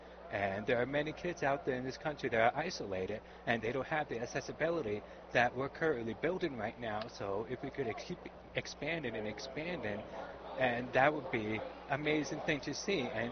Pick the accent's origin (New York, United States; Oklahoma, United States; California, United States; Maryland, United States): New York, United States; Long Island; I grew up on Long Island, and baseball has been my number one sport growing up. And myself, I grew up as the only deaf person on the team